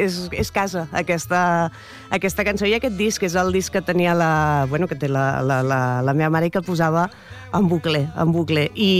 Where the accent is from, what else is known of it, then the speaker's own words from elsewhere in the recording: Mataró, Catalonia, Spain; Bueno, jo soc de Rocafonda, també, com en Lamine Yamal